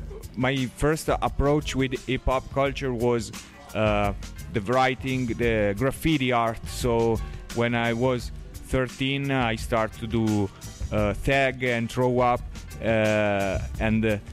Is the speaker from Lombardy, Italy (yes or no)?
yes; Pavia, Lombardy, Italy; English is a second language; I'm from Pavia. Is a city in, very close to Milan, so I'm in the metropolitan Milan area.